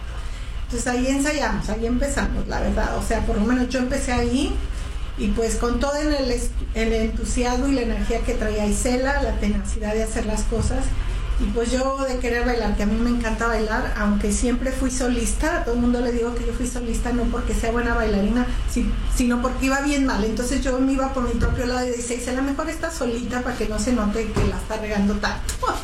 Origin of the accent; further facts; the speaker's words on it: Zacatecas, Mexico; moved away as an adult; now in Las Vegas, United States; yo nací en Zacatecas, una ciudad muy cultural, muy llena de historia, que en realidad inspira a lo que es la creatividad y el arte